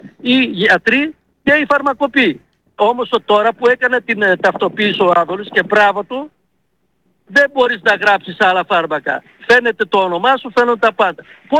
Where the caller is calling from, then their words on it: Thessaloniki, Central Macedonia, Greece; Εδώ, Θεσσαλονίκη μιλάω.